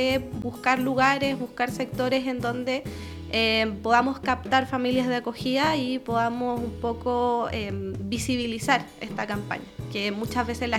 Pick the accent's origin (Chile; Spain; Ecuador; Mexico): Chile; San Bernardo, Santiago Metropolitan Region; also born or lived in San Miguel; yo también nací y criada en San Bernardo.